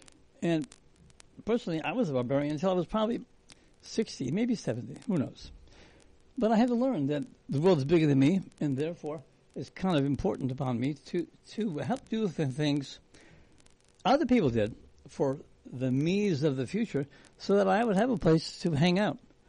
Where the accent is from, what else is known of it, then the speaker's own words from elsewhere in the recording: Michigan, United States; Michigan, which is my home state.